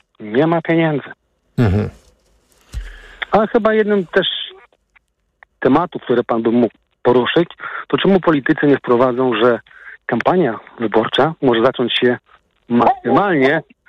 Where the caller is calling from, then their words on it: Malbork, Pomeranian Voivodeship, Poland; Bo ja mieszkam w Malborku, często jeżdżę do Gdańska